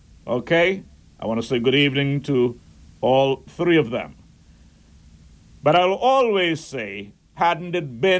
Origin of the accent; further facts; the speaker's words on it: Turks & Caicos Islands; I am from the Turks and Caicos Islands. I'm a proud Turks and Caicos Islander.